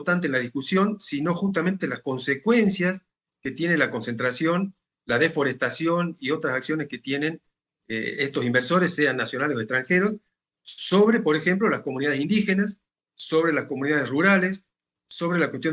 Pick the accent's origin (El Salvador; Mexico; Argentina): Argentina